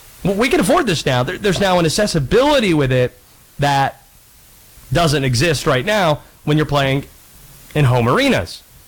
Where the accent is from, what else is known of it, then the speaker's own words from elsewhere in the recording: Raleigh, North Carolina, United States; my dad, we grew up right outside of Raleigh, diehard Canes fan.